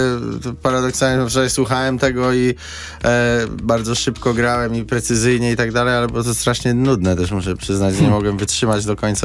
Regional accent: Bydgoszcz, Kuyavian-Pomeranian Voivodeship, Poland; born there; w klubie, w którym się wychowywałem, czyli w Mózgu. Bydgoszcz

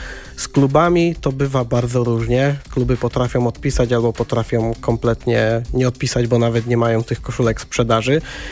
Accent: Konin, Greater Poland Voivodeship, Poland; koszulkę Górnika Konin na urodziny z mojego rodzinnego miasta.

